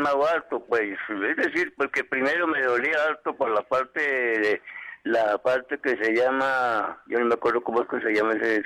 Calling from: Bogotá, Colombia; por acá en Suba.

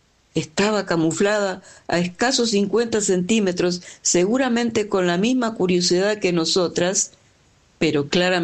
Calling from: Santa Fe, Argentina; de Santa Fe.

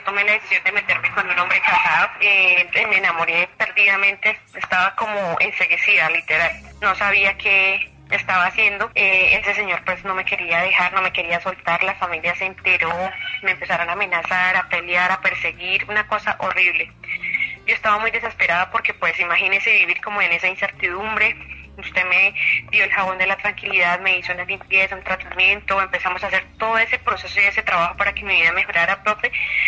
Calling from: Tibasosa, Boyacá, Colombia; Tiba Sosa, Boyacá.

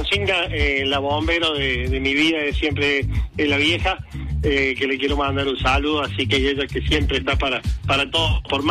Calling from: Córdoba, Argentina; soy barrio Ipona, de la otra punta.

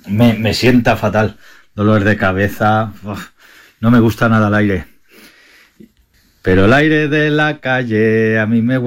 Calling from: Valencia, Valencian Community, Spain; de Valencia

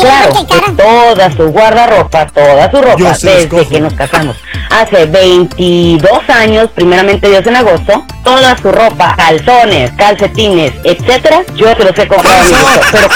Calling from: Houston, Texas, United States; Pues me comunico de aquí de Houston

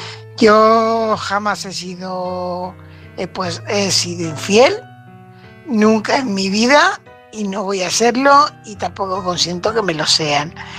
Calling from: Fuenlabrada, Community of Madrid, Spain; corresponsal de Fuenlabrada.

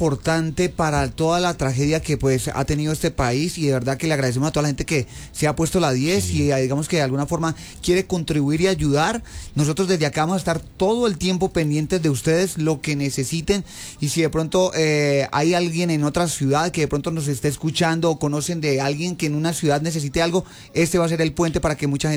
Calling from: Eje Cafetero, Colombia; yo que pues soy del Eje Cafetero

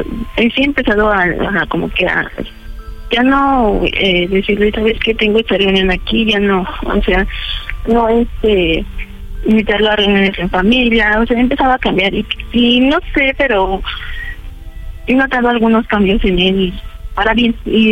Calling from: Magdalena Contreras, Mexico City, Mexico; 31 años y soy de Magdalena Contreras

